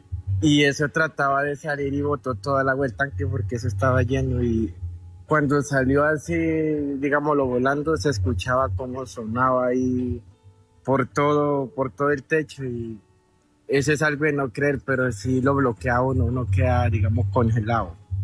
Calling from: Buenavista, La Guajira, Colombia; Me comunico desde Buenavista, La Guajira

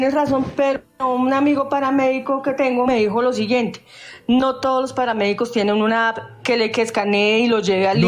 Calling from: Colombia; aquí somos colombianos.

